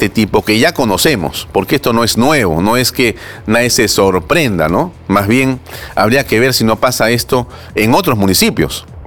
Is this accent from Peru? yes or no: yes; Peru